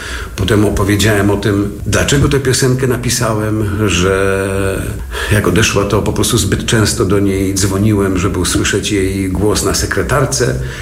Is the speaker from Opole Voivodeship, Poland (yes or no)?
yes; Strzelce Opolskie, Opole Voivodeship, Poland; born there; Moja mama była w Strzelce Opolskim, gdzie się urodziłem